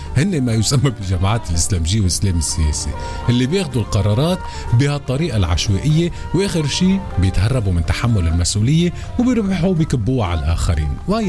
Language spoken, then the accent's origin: Arabic; Lebanon; أنا كمواطن لبناني